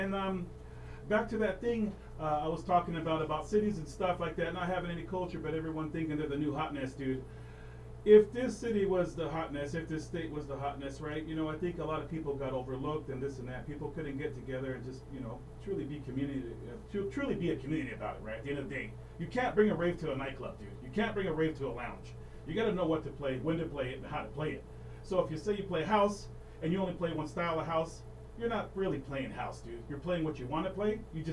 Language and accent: English; San Jose, California, United States; now in Idaho, United States; I come from the South Bay. I come from San Jose.